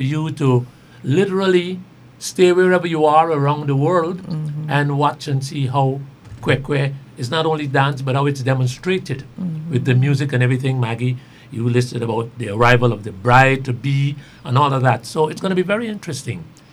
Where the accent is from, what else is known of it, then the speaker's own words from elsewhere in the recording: Georgetown, Demerara-Mahaica, Guyana; born there; I was born in Kitty, actually.